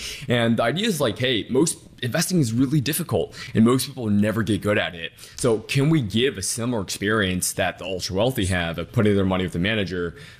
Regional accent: Detroit, Michigan, United States; So born and raised in Detroit, my parents are immigrants. We didn't have a lot of money growing up.

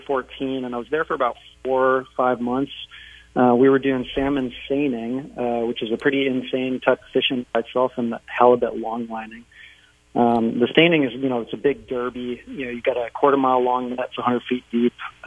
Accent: Victor, United States; I first heard about it growing up in Victor.

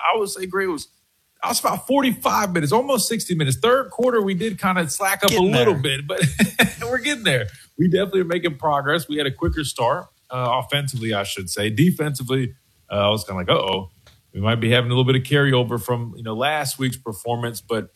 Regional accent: Columbia, South Carolina, United States; I mean, when you talk about South Carolina, that is my hometown team, right? I'm from Columbia, South Carolina, right in the backyard of the Gamecocks.

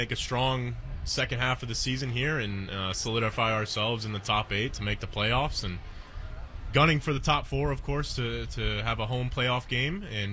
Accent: Michigan, United States; now in Indianapolis, United States; Yeah, no MLS team in Michigan yet.

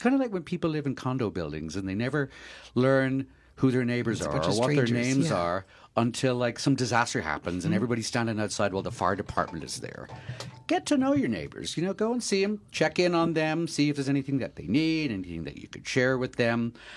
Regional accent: Ireland; I'm Irish.

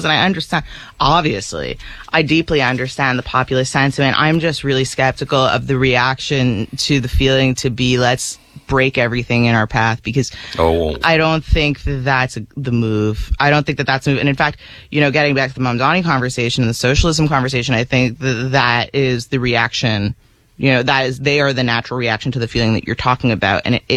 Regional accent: Canada; I'm from Canada. So we were allowed to go there growing up, and I went like twice or three times.

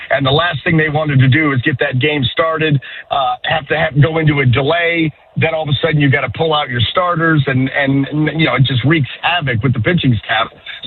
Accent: Ohio, United States; because I was from Northeast Ohio

